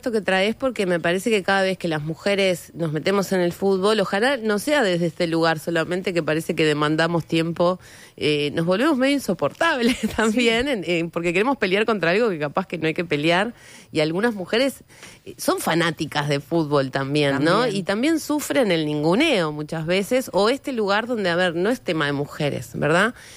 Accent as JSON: {"language": "Spanish", "country": "Uruguay", "said": "soy mala uruguaya"}